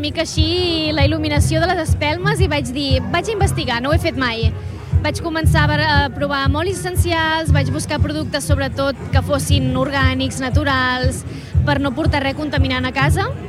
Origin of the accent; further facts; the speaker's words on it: Palafrugell, Catalonia, Spain; Bueno, ve de que bàsicament sóc d'aquí, sóc de Palafrugell.